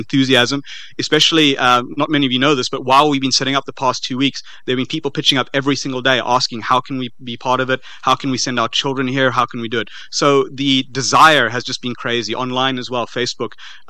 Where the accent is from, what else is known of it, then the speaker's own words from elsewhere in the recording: Oudtshoorn, Western Cape, South Africa; an academic platform in my hometown